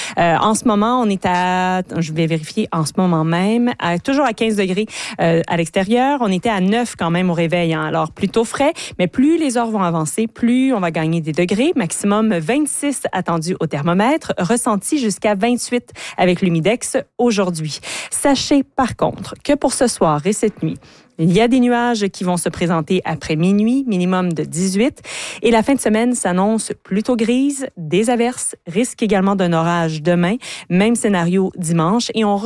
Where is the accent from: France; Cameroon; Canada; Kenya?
Canada; Quebec; chez nous au Québec